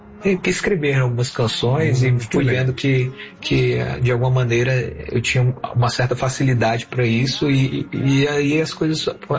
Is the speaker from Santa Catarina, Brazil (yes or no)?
no; Vitória da Conquista, Bahia, Brazil; also born or lived in Itabuna; Mas eu cresci, na verdade, em outra cidade chamada Vitória da Conquista, uma cidade fria na Bahia chamada Suíça Baiana.